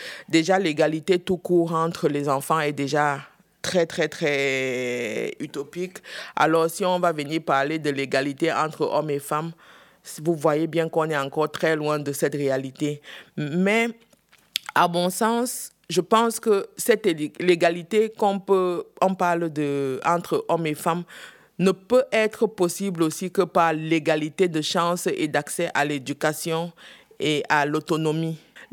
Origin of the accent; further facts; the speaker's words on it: Dschang, West, Cameroon; moved away; le nom d'où je viens, c'est la région de Tchang, qui est dans l'ouest du Cameroun, la région montagneuse.